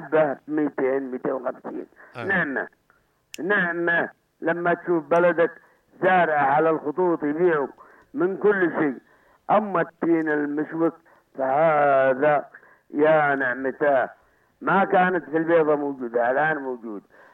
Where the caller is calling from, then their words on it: Sanaa, Amanat Al Asimah, Yemen; عندنا في صنعاء